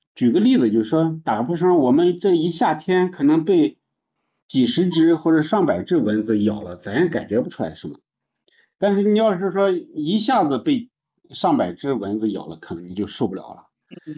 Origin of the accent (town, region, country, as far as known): Shandong, China